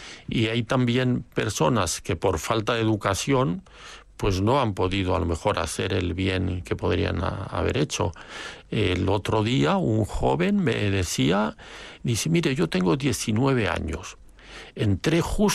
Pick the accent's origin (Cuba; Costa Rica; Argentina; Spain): Spain; now in Chile; soy español chileno, tengo doble nacionalidad.